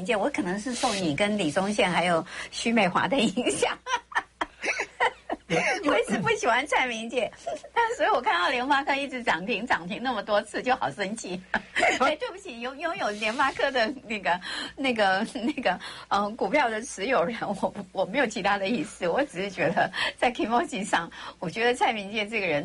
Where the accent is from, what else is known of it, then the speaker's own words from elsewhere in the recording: Taiwan; 而且是我们台湾人自己的这个优质的企业，